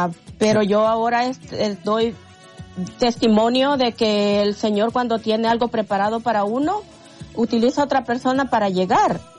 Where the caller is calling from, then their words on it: Sonsonate, El Salvador; Del departamento Sonsonate.